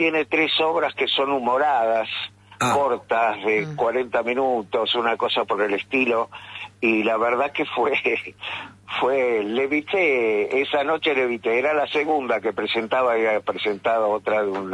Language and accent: Spanish; Buenos Aires, Argentina; born there; Nací en el barrio de Versalles.